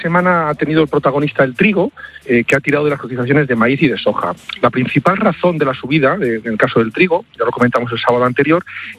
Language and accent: Spanish; Hortaliza de Espino, Castile and León, Spain; saludos a tus oyentes desde las fiestas de mi pueblo en la Virgen del Carmen en Hortaliza de Espino, provincia de León